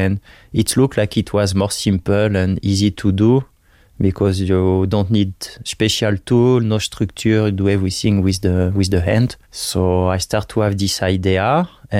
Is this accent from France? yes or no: yes; France; now in Slovakia; from France, and 4 years I'm in Slovakia. To make it short, I just get stuck during the COVID and I fell in love with the country, so I didn't move.